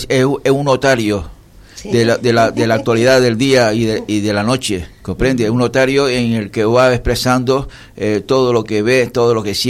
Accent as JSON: {"language": "Spanish", "region": "Canary Islands", "country": "Spain", "said": "Yo soy canario"}